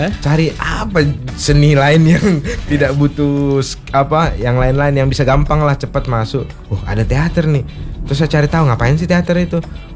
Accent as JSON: {"language": "Indonesian", "town": "Makassar", "region": "South Sulawesi", "country": "Indonesia", "moved": "as an adult", "lives_now": "Yogyakarta, Indonesia", "said": "Saya dari Jogja. Stay di Jogja, tapi aslinya saya orang Makassar."}